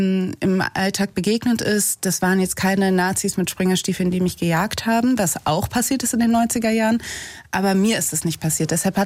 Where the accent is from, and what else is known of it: Cologne, North Rhine-Westphalia, Germany